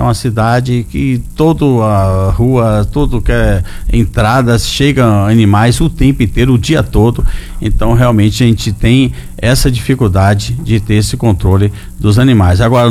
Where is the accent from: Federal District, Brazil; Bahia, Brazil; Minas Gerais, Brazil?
Bahia, Brazil; Iguaí; na minha terra, em Iguaí